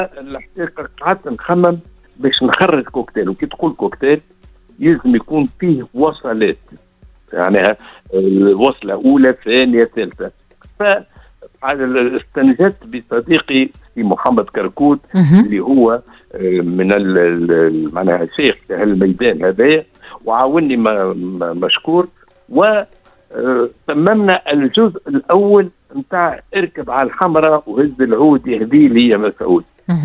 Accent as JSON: {"language": "Arabic", "town": "Kairouan", "region": "Kairouan Governorate", "country": "Tunisia", "tie": "born or raised there", "said": "وانا صغير نرجع 60 سنة التالي في مدينة القيروان،"}